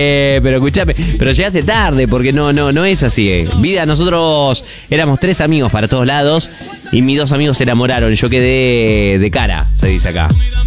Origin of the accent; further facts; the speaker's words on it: Corrientes, Argentina; En Corriente le decimos así.